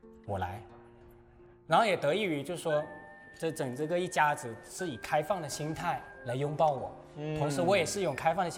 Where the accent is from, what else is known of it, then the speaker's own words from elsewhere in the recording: Chaoshan, Guangdong, China; born there; now in Taojiang, China; 你看这是我老家的橄榄菜，